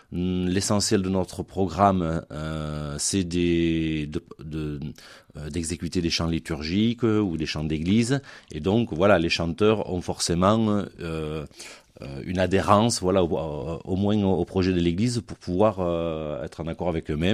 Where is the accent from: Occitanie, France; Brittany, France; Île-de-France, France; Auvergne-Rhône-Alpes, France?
Occitanie, France; Saint-Chély-d'Apcher; Oui, je suis de Saint-Chély-d'Apché